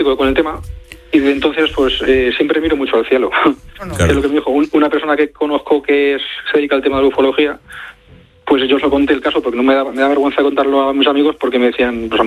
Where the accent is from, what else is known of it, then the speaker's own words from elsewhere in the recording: Madrid, Community of Madrid, Spain; Pues mire, yo tengo 46 años, soy de Madrid.